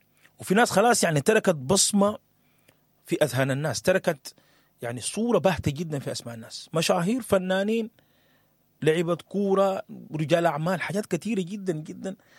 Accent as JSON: {"language": "Arabic", "country": "Sudan", "said": "انا سوداني"}